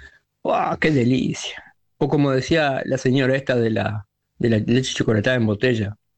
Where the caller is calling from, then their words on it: Granadero Baigorria, Santa Fe, Argentina; de Baigorria.